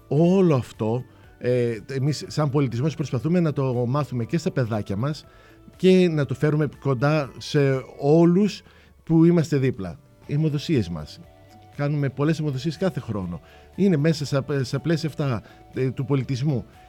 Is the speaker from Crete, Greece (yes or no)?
no; Xanthi, Eastern Macedonia and Thrace, Greece; Είμαστε πολύ δεμένοι σε αυτό το κομμάτι εδώ οι ντόπιοι της Ξάνθης, οι Ξανθιώτες.